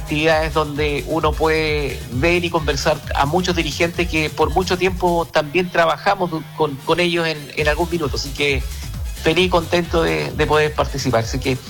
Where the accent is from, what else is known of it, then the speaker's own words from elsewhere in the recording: San Ignacio, Ñuble, Chile; moved away; Uno nacido y criado en San Ignacio